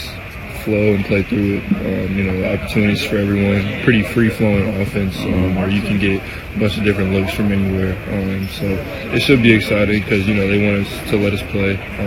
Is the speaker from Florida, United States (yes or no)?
no; Missouri, United States; You know, I'm from Missouri, so, you know, we don't mess with Kansas too much.